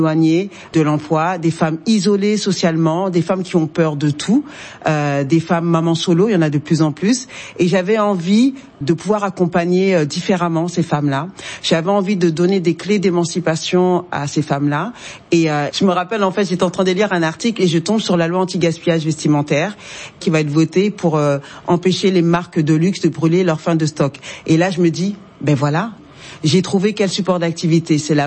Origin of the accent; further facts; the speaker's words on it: France; born there; mes parents sont d'origine du Mali. Moi, je suis née en France